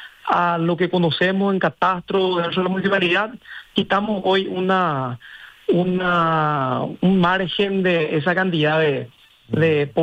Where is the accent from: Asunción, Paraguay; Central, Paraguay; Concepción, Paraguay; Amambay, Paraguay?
Central, Paraguay; Luque; de mi gente, de mi pueblo Luque.